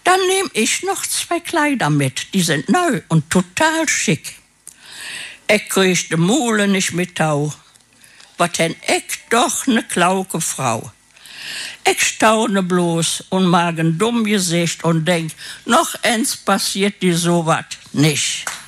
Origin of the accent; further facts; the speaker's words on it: Gummersbach, North Rhine-Westphalia, Germany; accent: Gummersbacher Platt; ich komme aus dem Oberbergischen